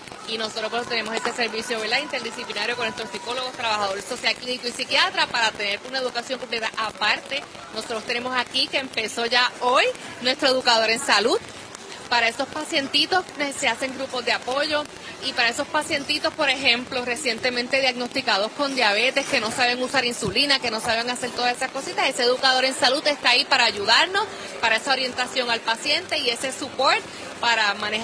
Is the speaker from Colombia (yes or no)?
no; Aguadilla, Puerto Rico; Yo soy de Aguadilla. Bueno, yo vivo en Camaselles